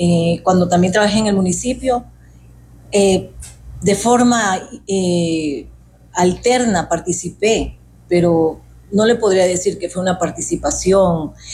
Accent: Quito, Pichincha, Ecuador; born there; now in Catamayo, Ecuador; nací en Quito, vivo aquí en Catamayo ya por más de 30 años.

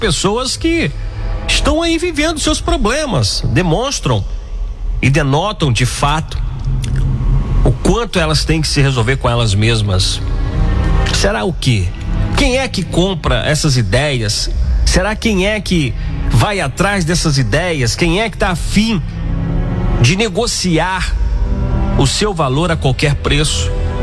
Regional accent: Brazil; Nós somos brasileiros

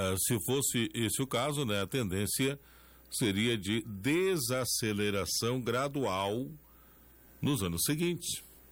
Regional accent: Brazil; Isso é aqui no Brasil, tchê. É aqui no nosso país

